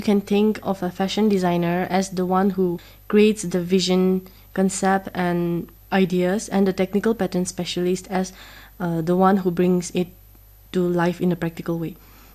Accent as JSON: {"language": "English", "region": "Nagaland", "country": "India", "tie": "born or raised there"}